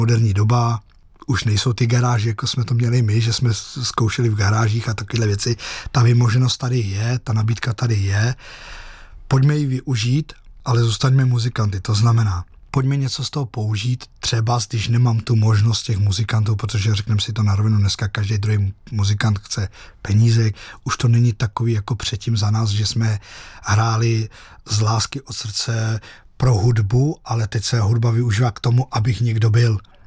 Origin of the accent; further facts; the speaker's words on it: Plzeň Region, Czechia; s velkým svolením od rodiny Giňových z Rokycan, tím, že jsem vyrůstal na Rokycansku